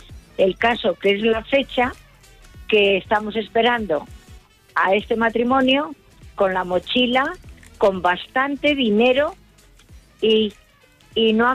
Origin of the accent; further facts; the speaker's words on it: Burgos, Castile and León, Spain; Soy de Burgos.